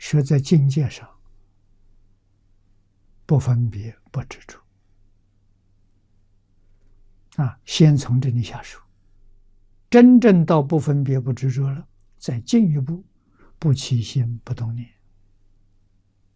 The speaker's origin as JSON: {"language": "Chinese", "country": "China", "said": "现在我们中国人造弥勒菩萨的像"}